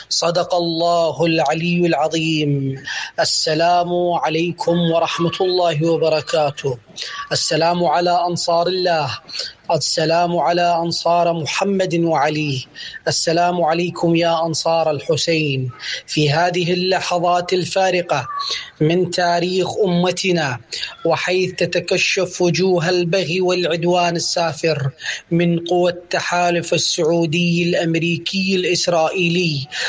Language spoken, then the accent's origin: Arabic; Iraq; ونحن من العراق